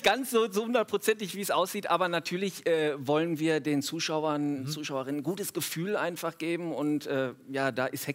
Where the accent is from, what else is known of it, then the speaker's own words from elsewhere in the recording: Hattingen, North Rhine-Westphalia, Germany; Kommen beide aus Hatting.